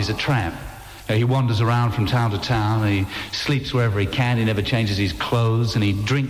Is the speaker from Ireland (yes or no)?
no; Australia; we all come from Australia. And being Australians, we tend to sing a lot of Australian folk songs.